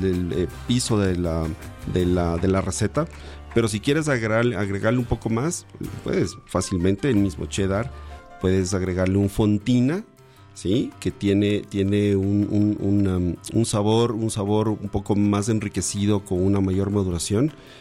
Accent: Ecuador; los productores ecuatorianos estamos en una percha muy amplia

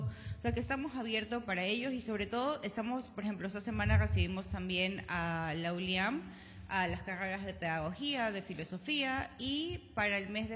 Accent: Manabí, Ecuador; lo que nosotros somos como manavitas, lo que nosotros somos como ecuatorianos

